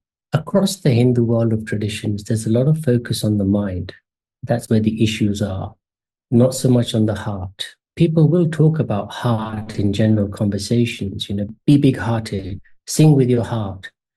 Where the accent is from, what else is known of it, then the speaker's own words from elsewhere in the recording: London, United Kingdom; also born or lived in Kenya; So I was born in Kenya. My family moved to England after East Africa gained its independence. And I was raised most of my life in Northwest London, where my family, although now engrossed in work and British life, wanted to maintain a Hindu culture, an Indian culture.